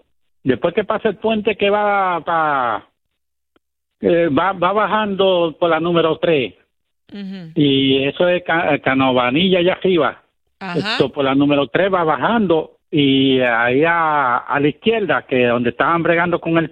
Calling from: Luquillo, Puerto Rico; soy de Luquillo.

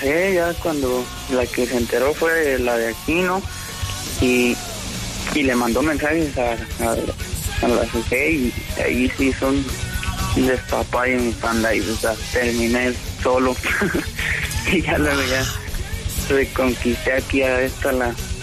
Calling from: Michoacán, Mexico; yo soy de Michoacán

